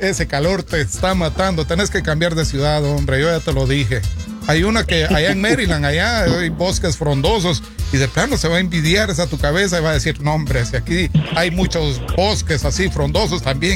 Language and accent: Spanish; Ipala, Chiquimula, Guatemala; Ipala, mi pueblo